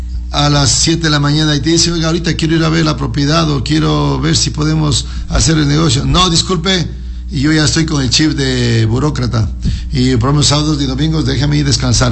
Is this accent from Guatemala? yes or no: no; Ecuador